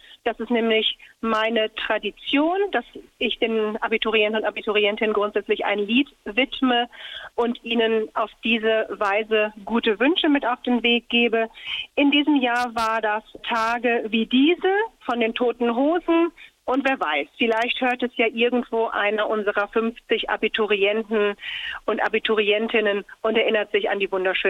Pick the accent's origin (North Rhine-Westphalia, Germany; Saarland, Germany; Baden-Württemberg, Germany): North Rhine-Westphalia, Germany; Bielefeld; moved away; Aufgewachsen bin ich im schönen Bielefeld in Ostwestfalen-Lippe in Nordrhein-Westfalen. Das ist die Stadt, von der man sagt, dass sie nicht existiert. Ich kann Ihnen aber versichern, dass sie sehr wohl existiert. Ich bin dort aufgewachsen, habe dort auch Deutsch als Fremdsprache studiert.